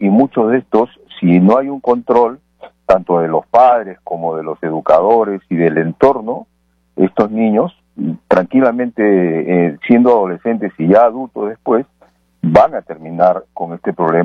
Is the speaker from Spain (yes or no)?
no; Peru; now in United States; en el caso del Perú, recuerdo de donde soy originario.